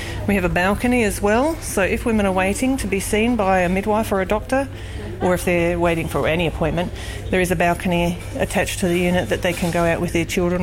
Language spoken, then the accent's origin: English; Mount Gambier, South Australia, Australia; I'm from Mount Gambier, so there is a nursing not a nursing home, more of a retirement village where they have craft groups, and my mother has friends in there